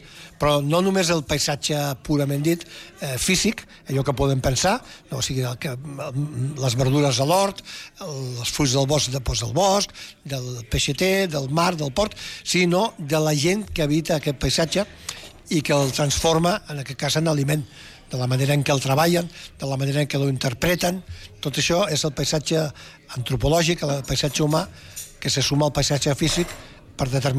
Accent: Catalonia, Spain; Però jo que soc de l'Empordà, que soc de la Costa Brava

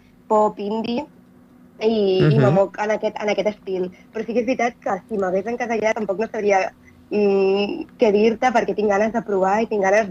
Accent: Catalonia, Spain; jo soc de l'Alt Empordà

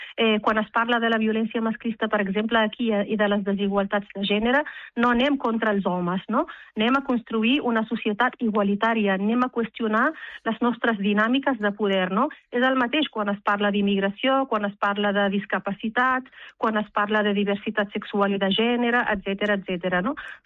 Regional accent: Rif, Morocco; Coneixen molt, doncs, de la cultura amazigh, de la llengua amazigh, del Rif, que és el meu poble d'origen, no?

